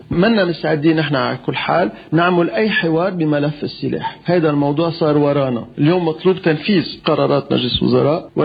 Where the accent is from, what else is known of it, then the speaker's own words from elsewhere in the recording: Lebanon; العلاقة بحياتنا كلبنانيين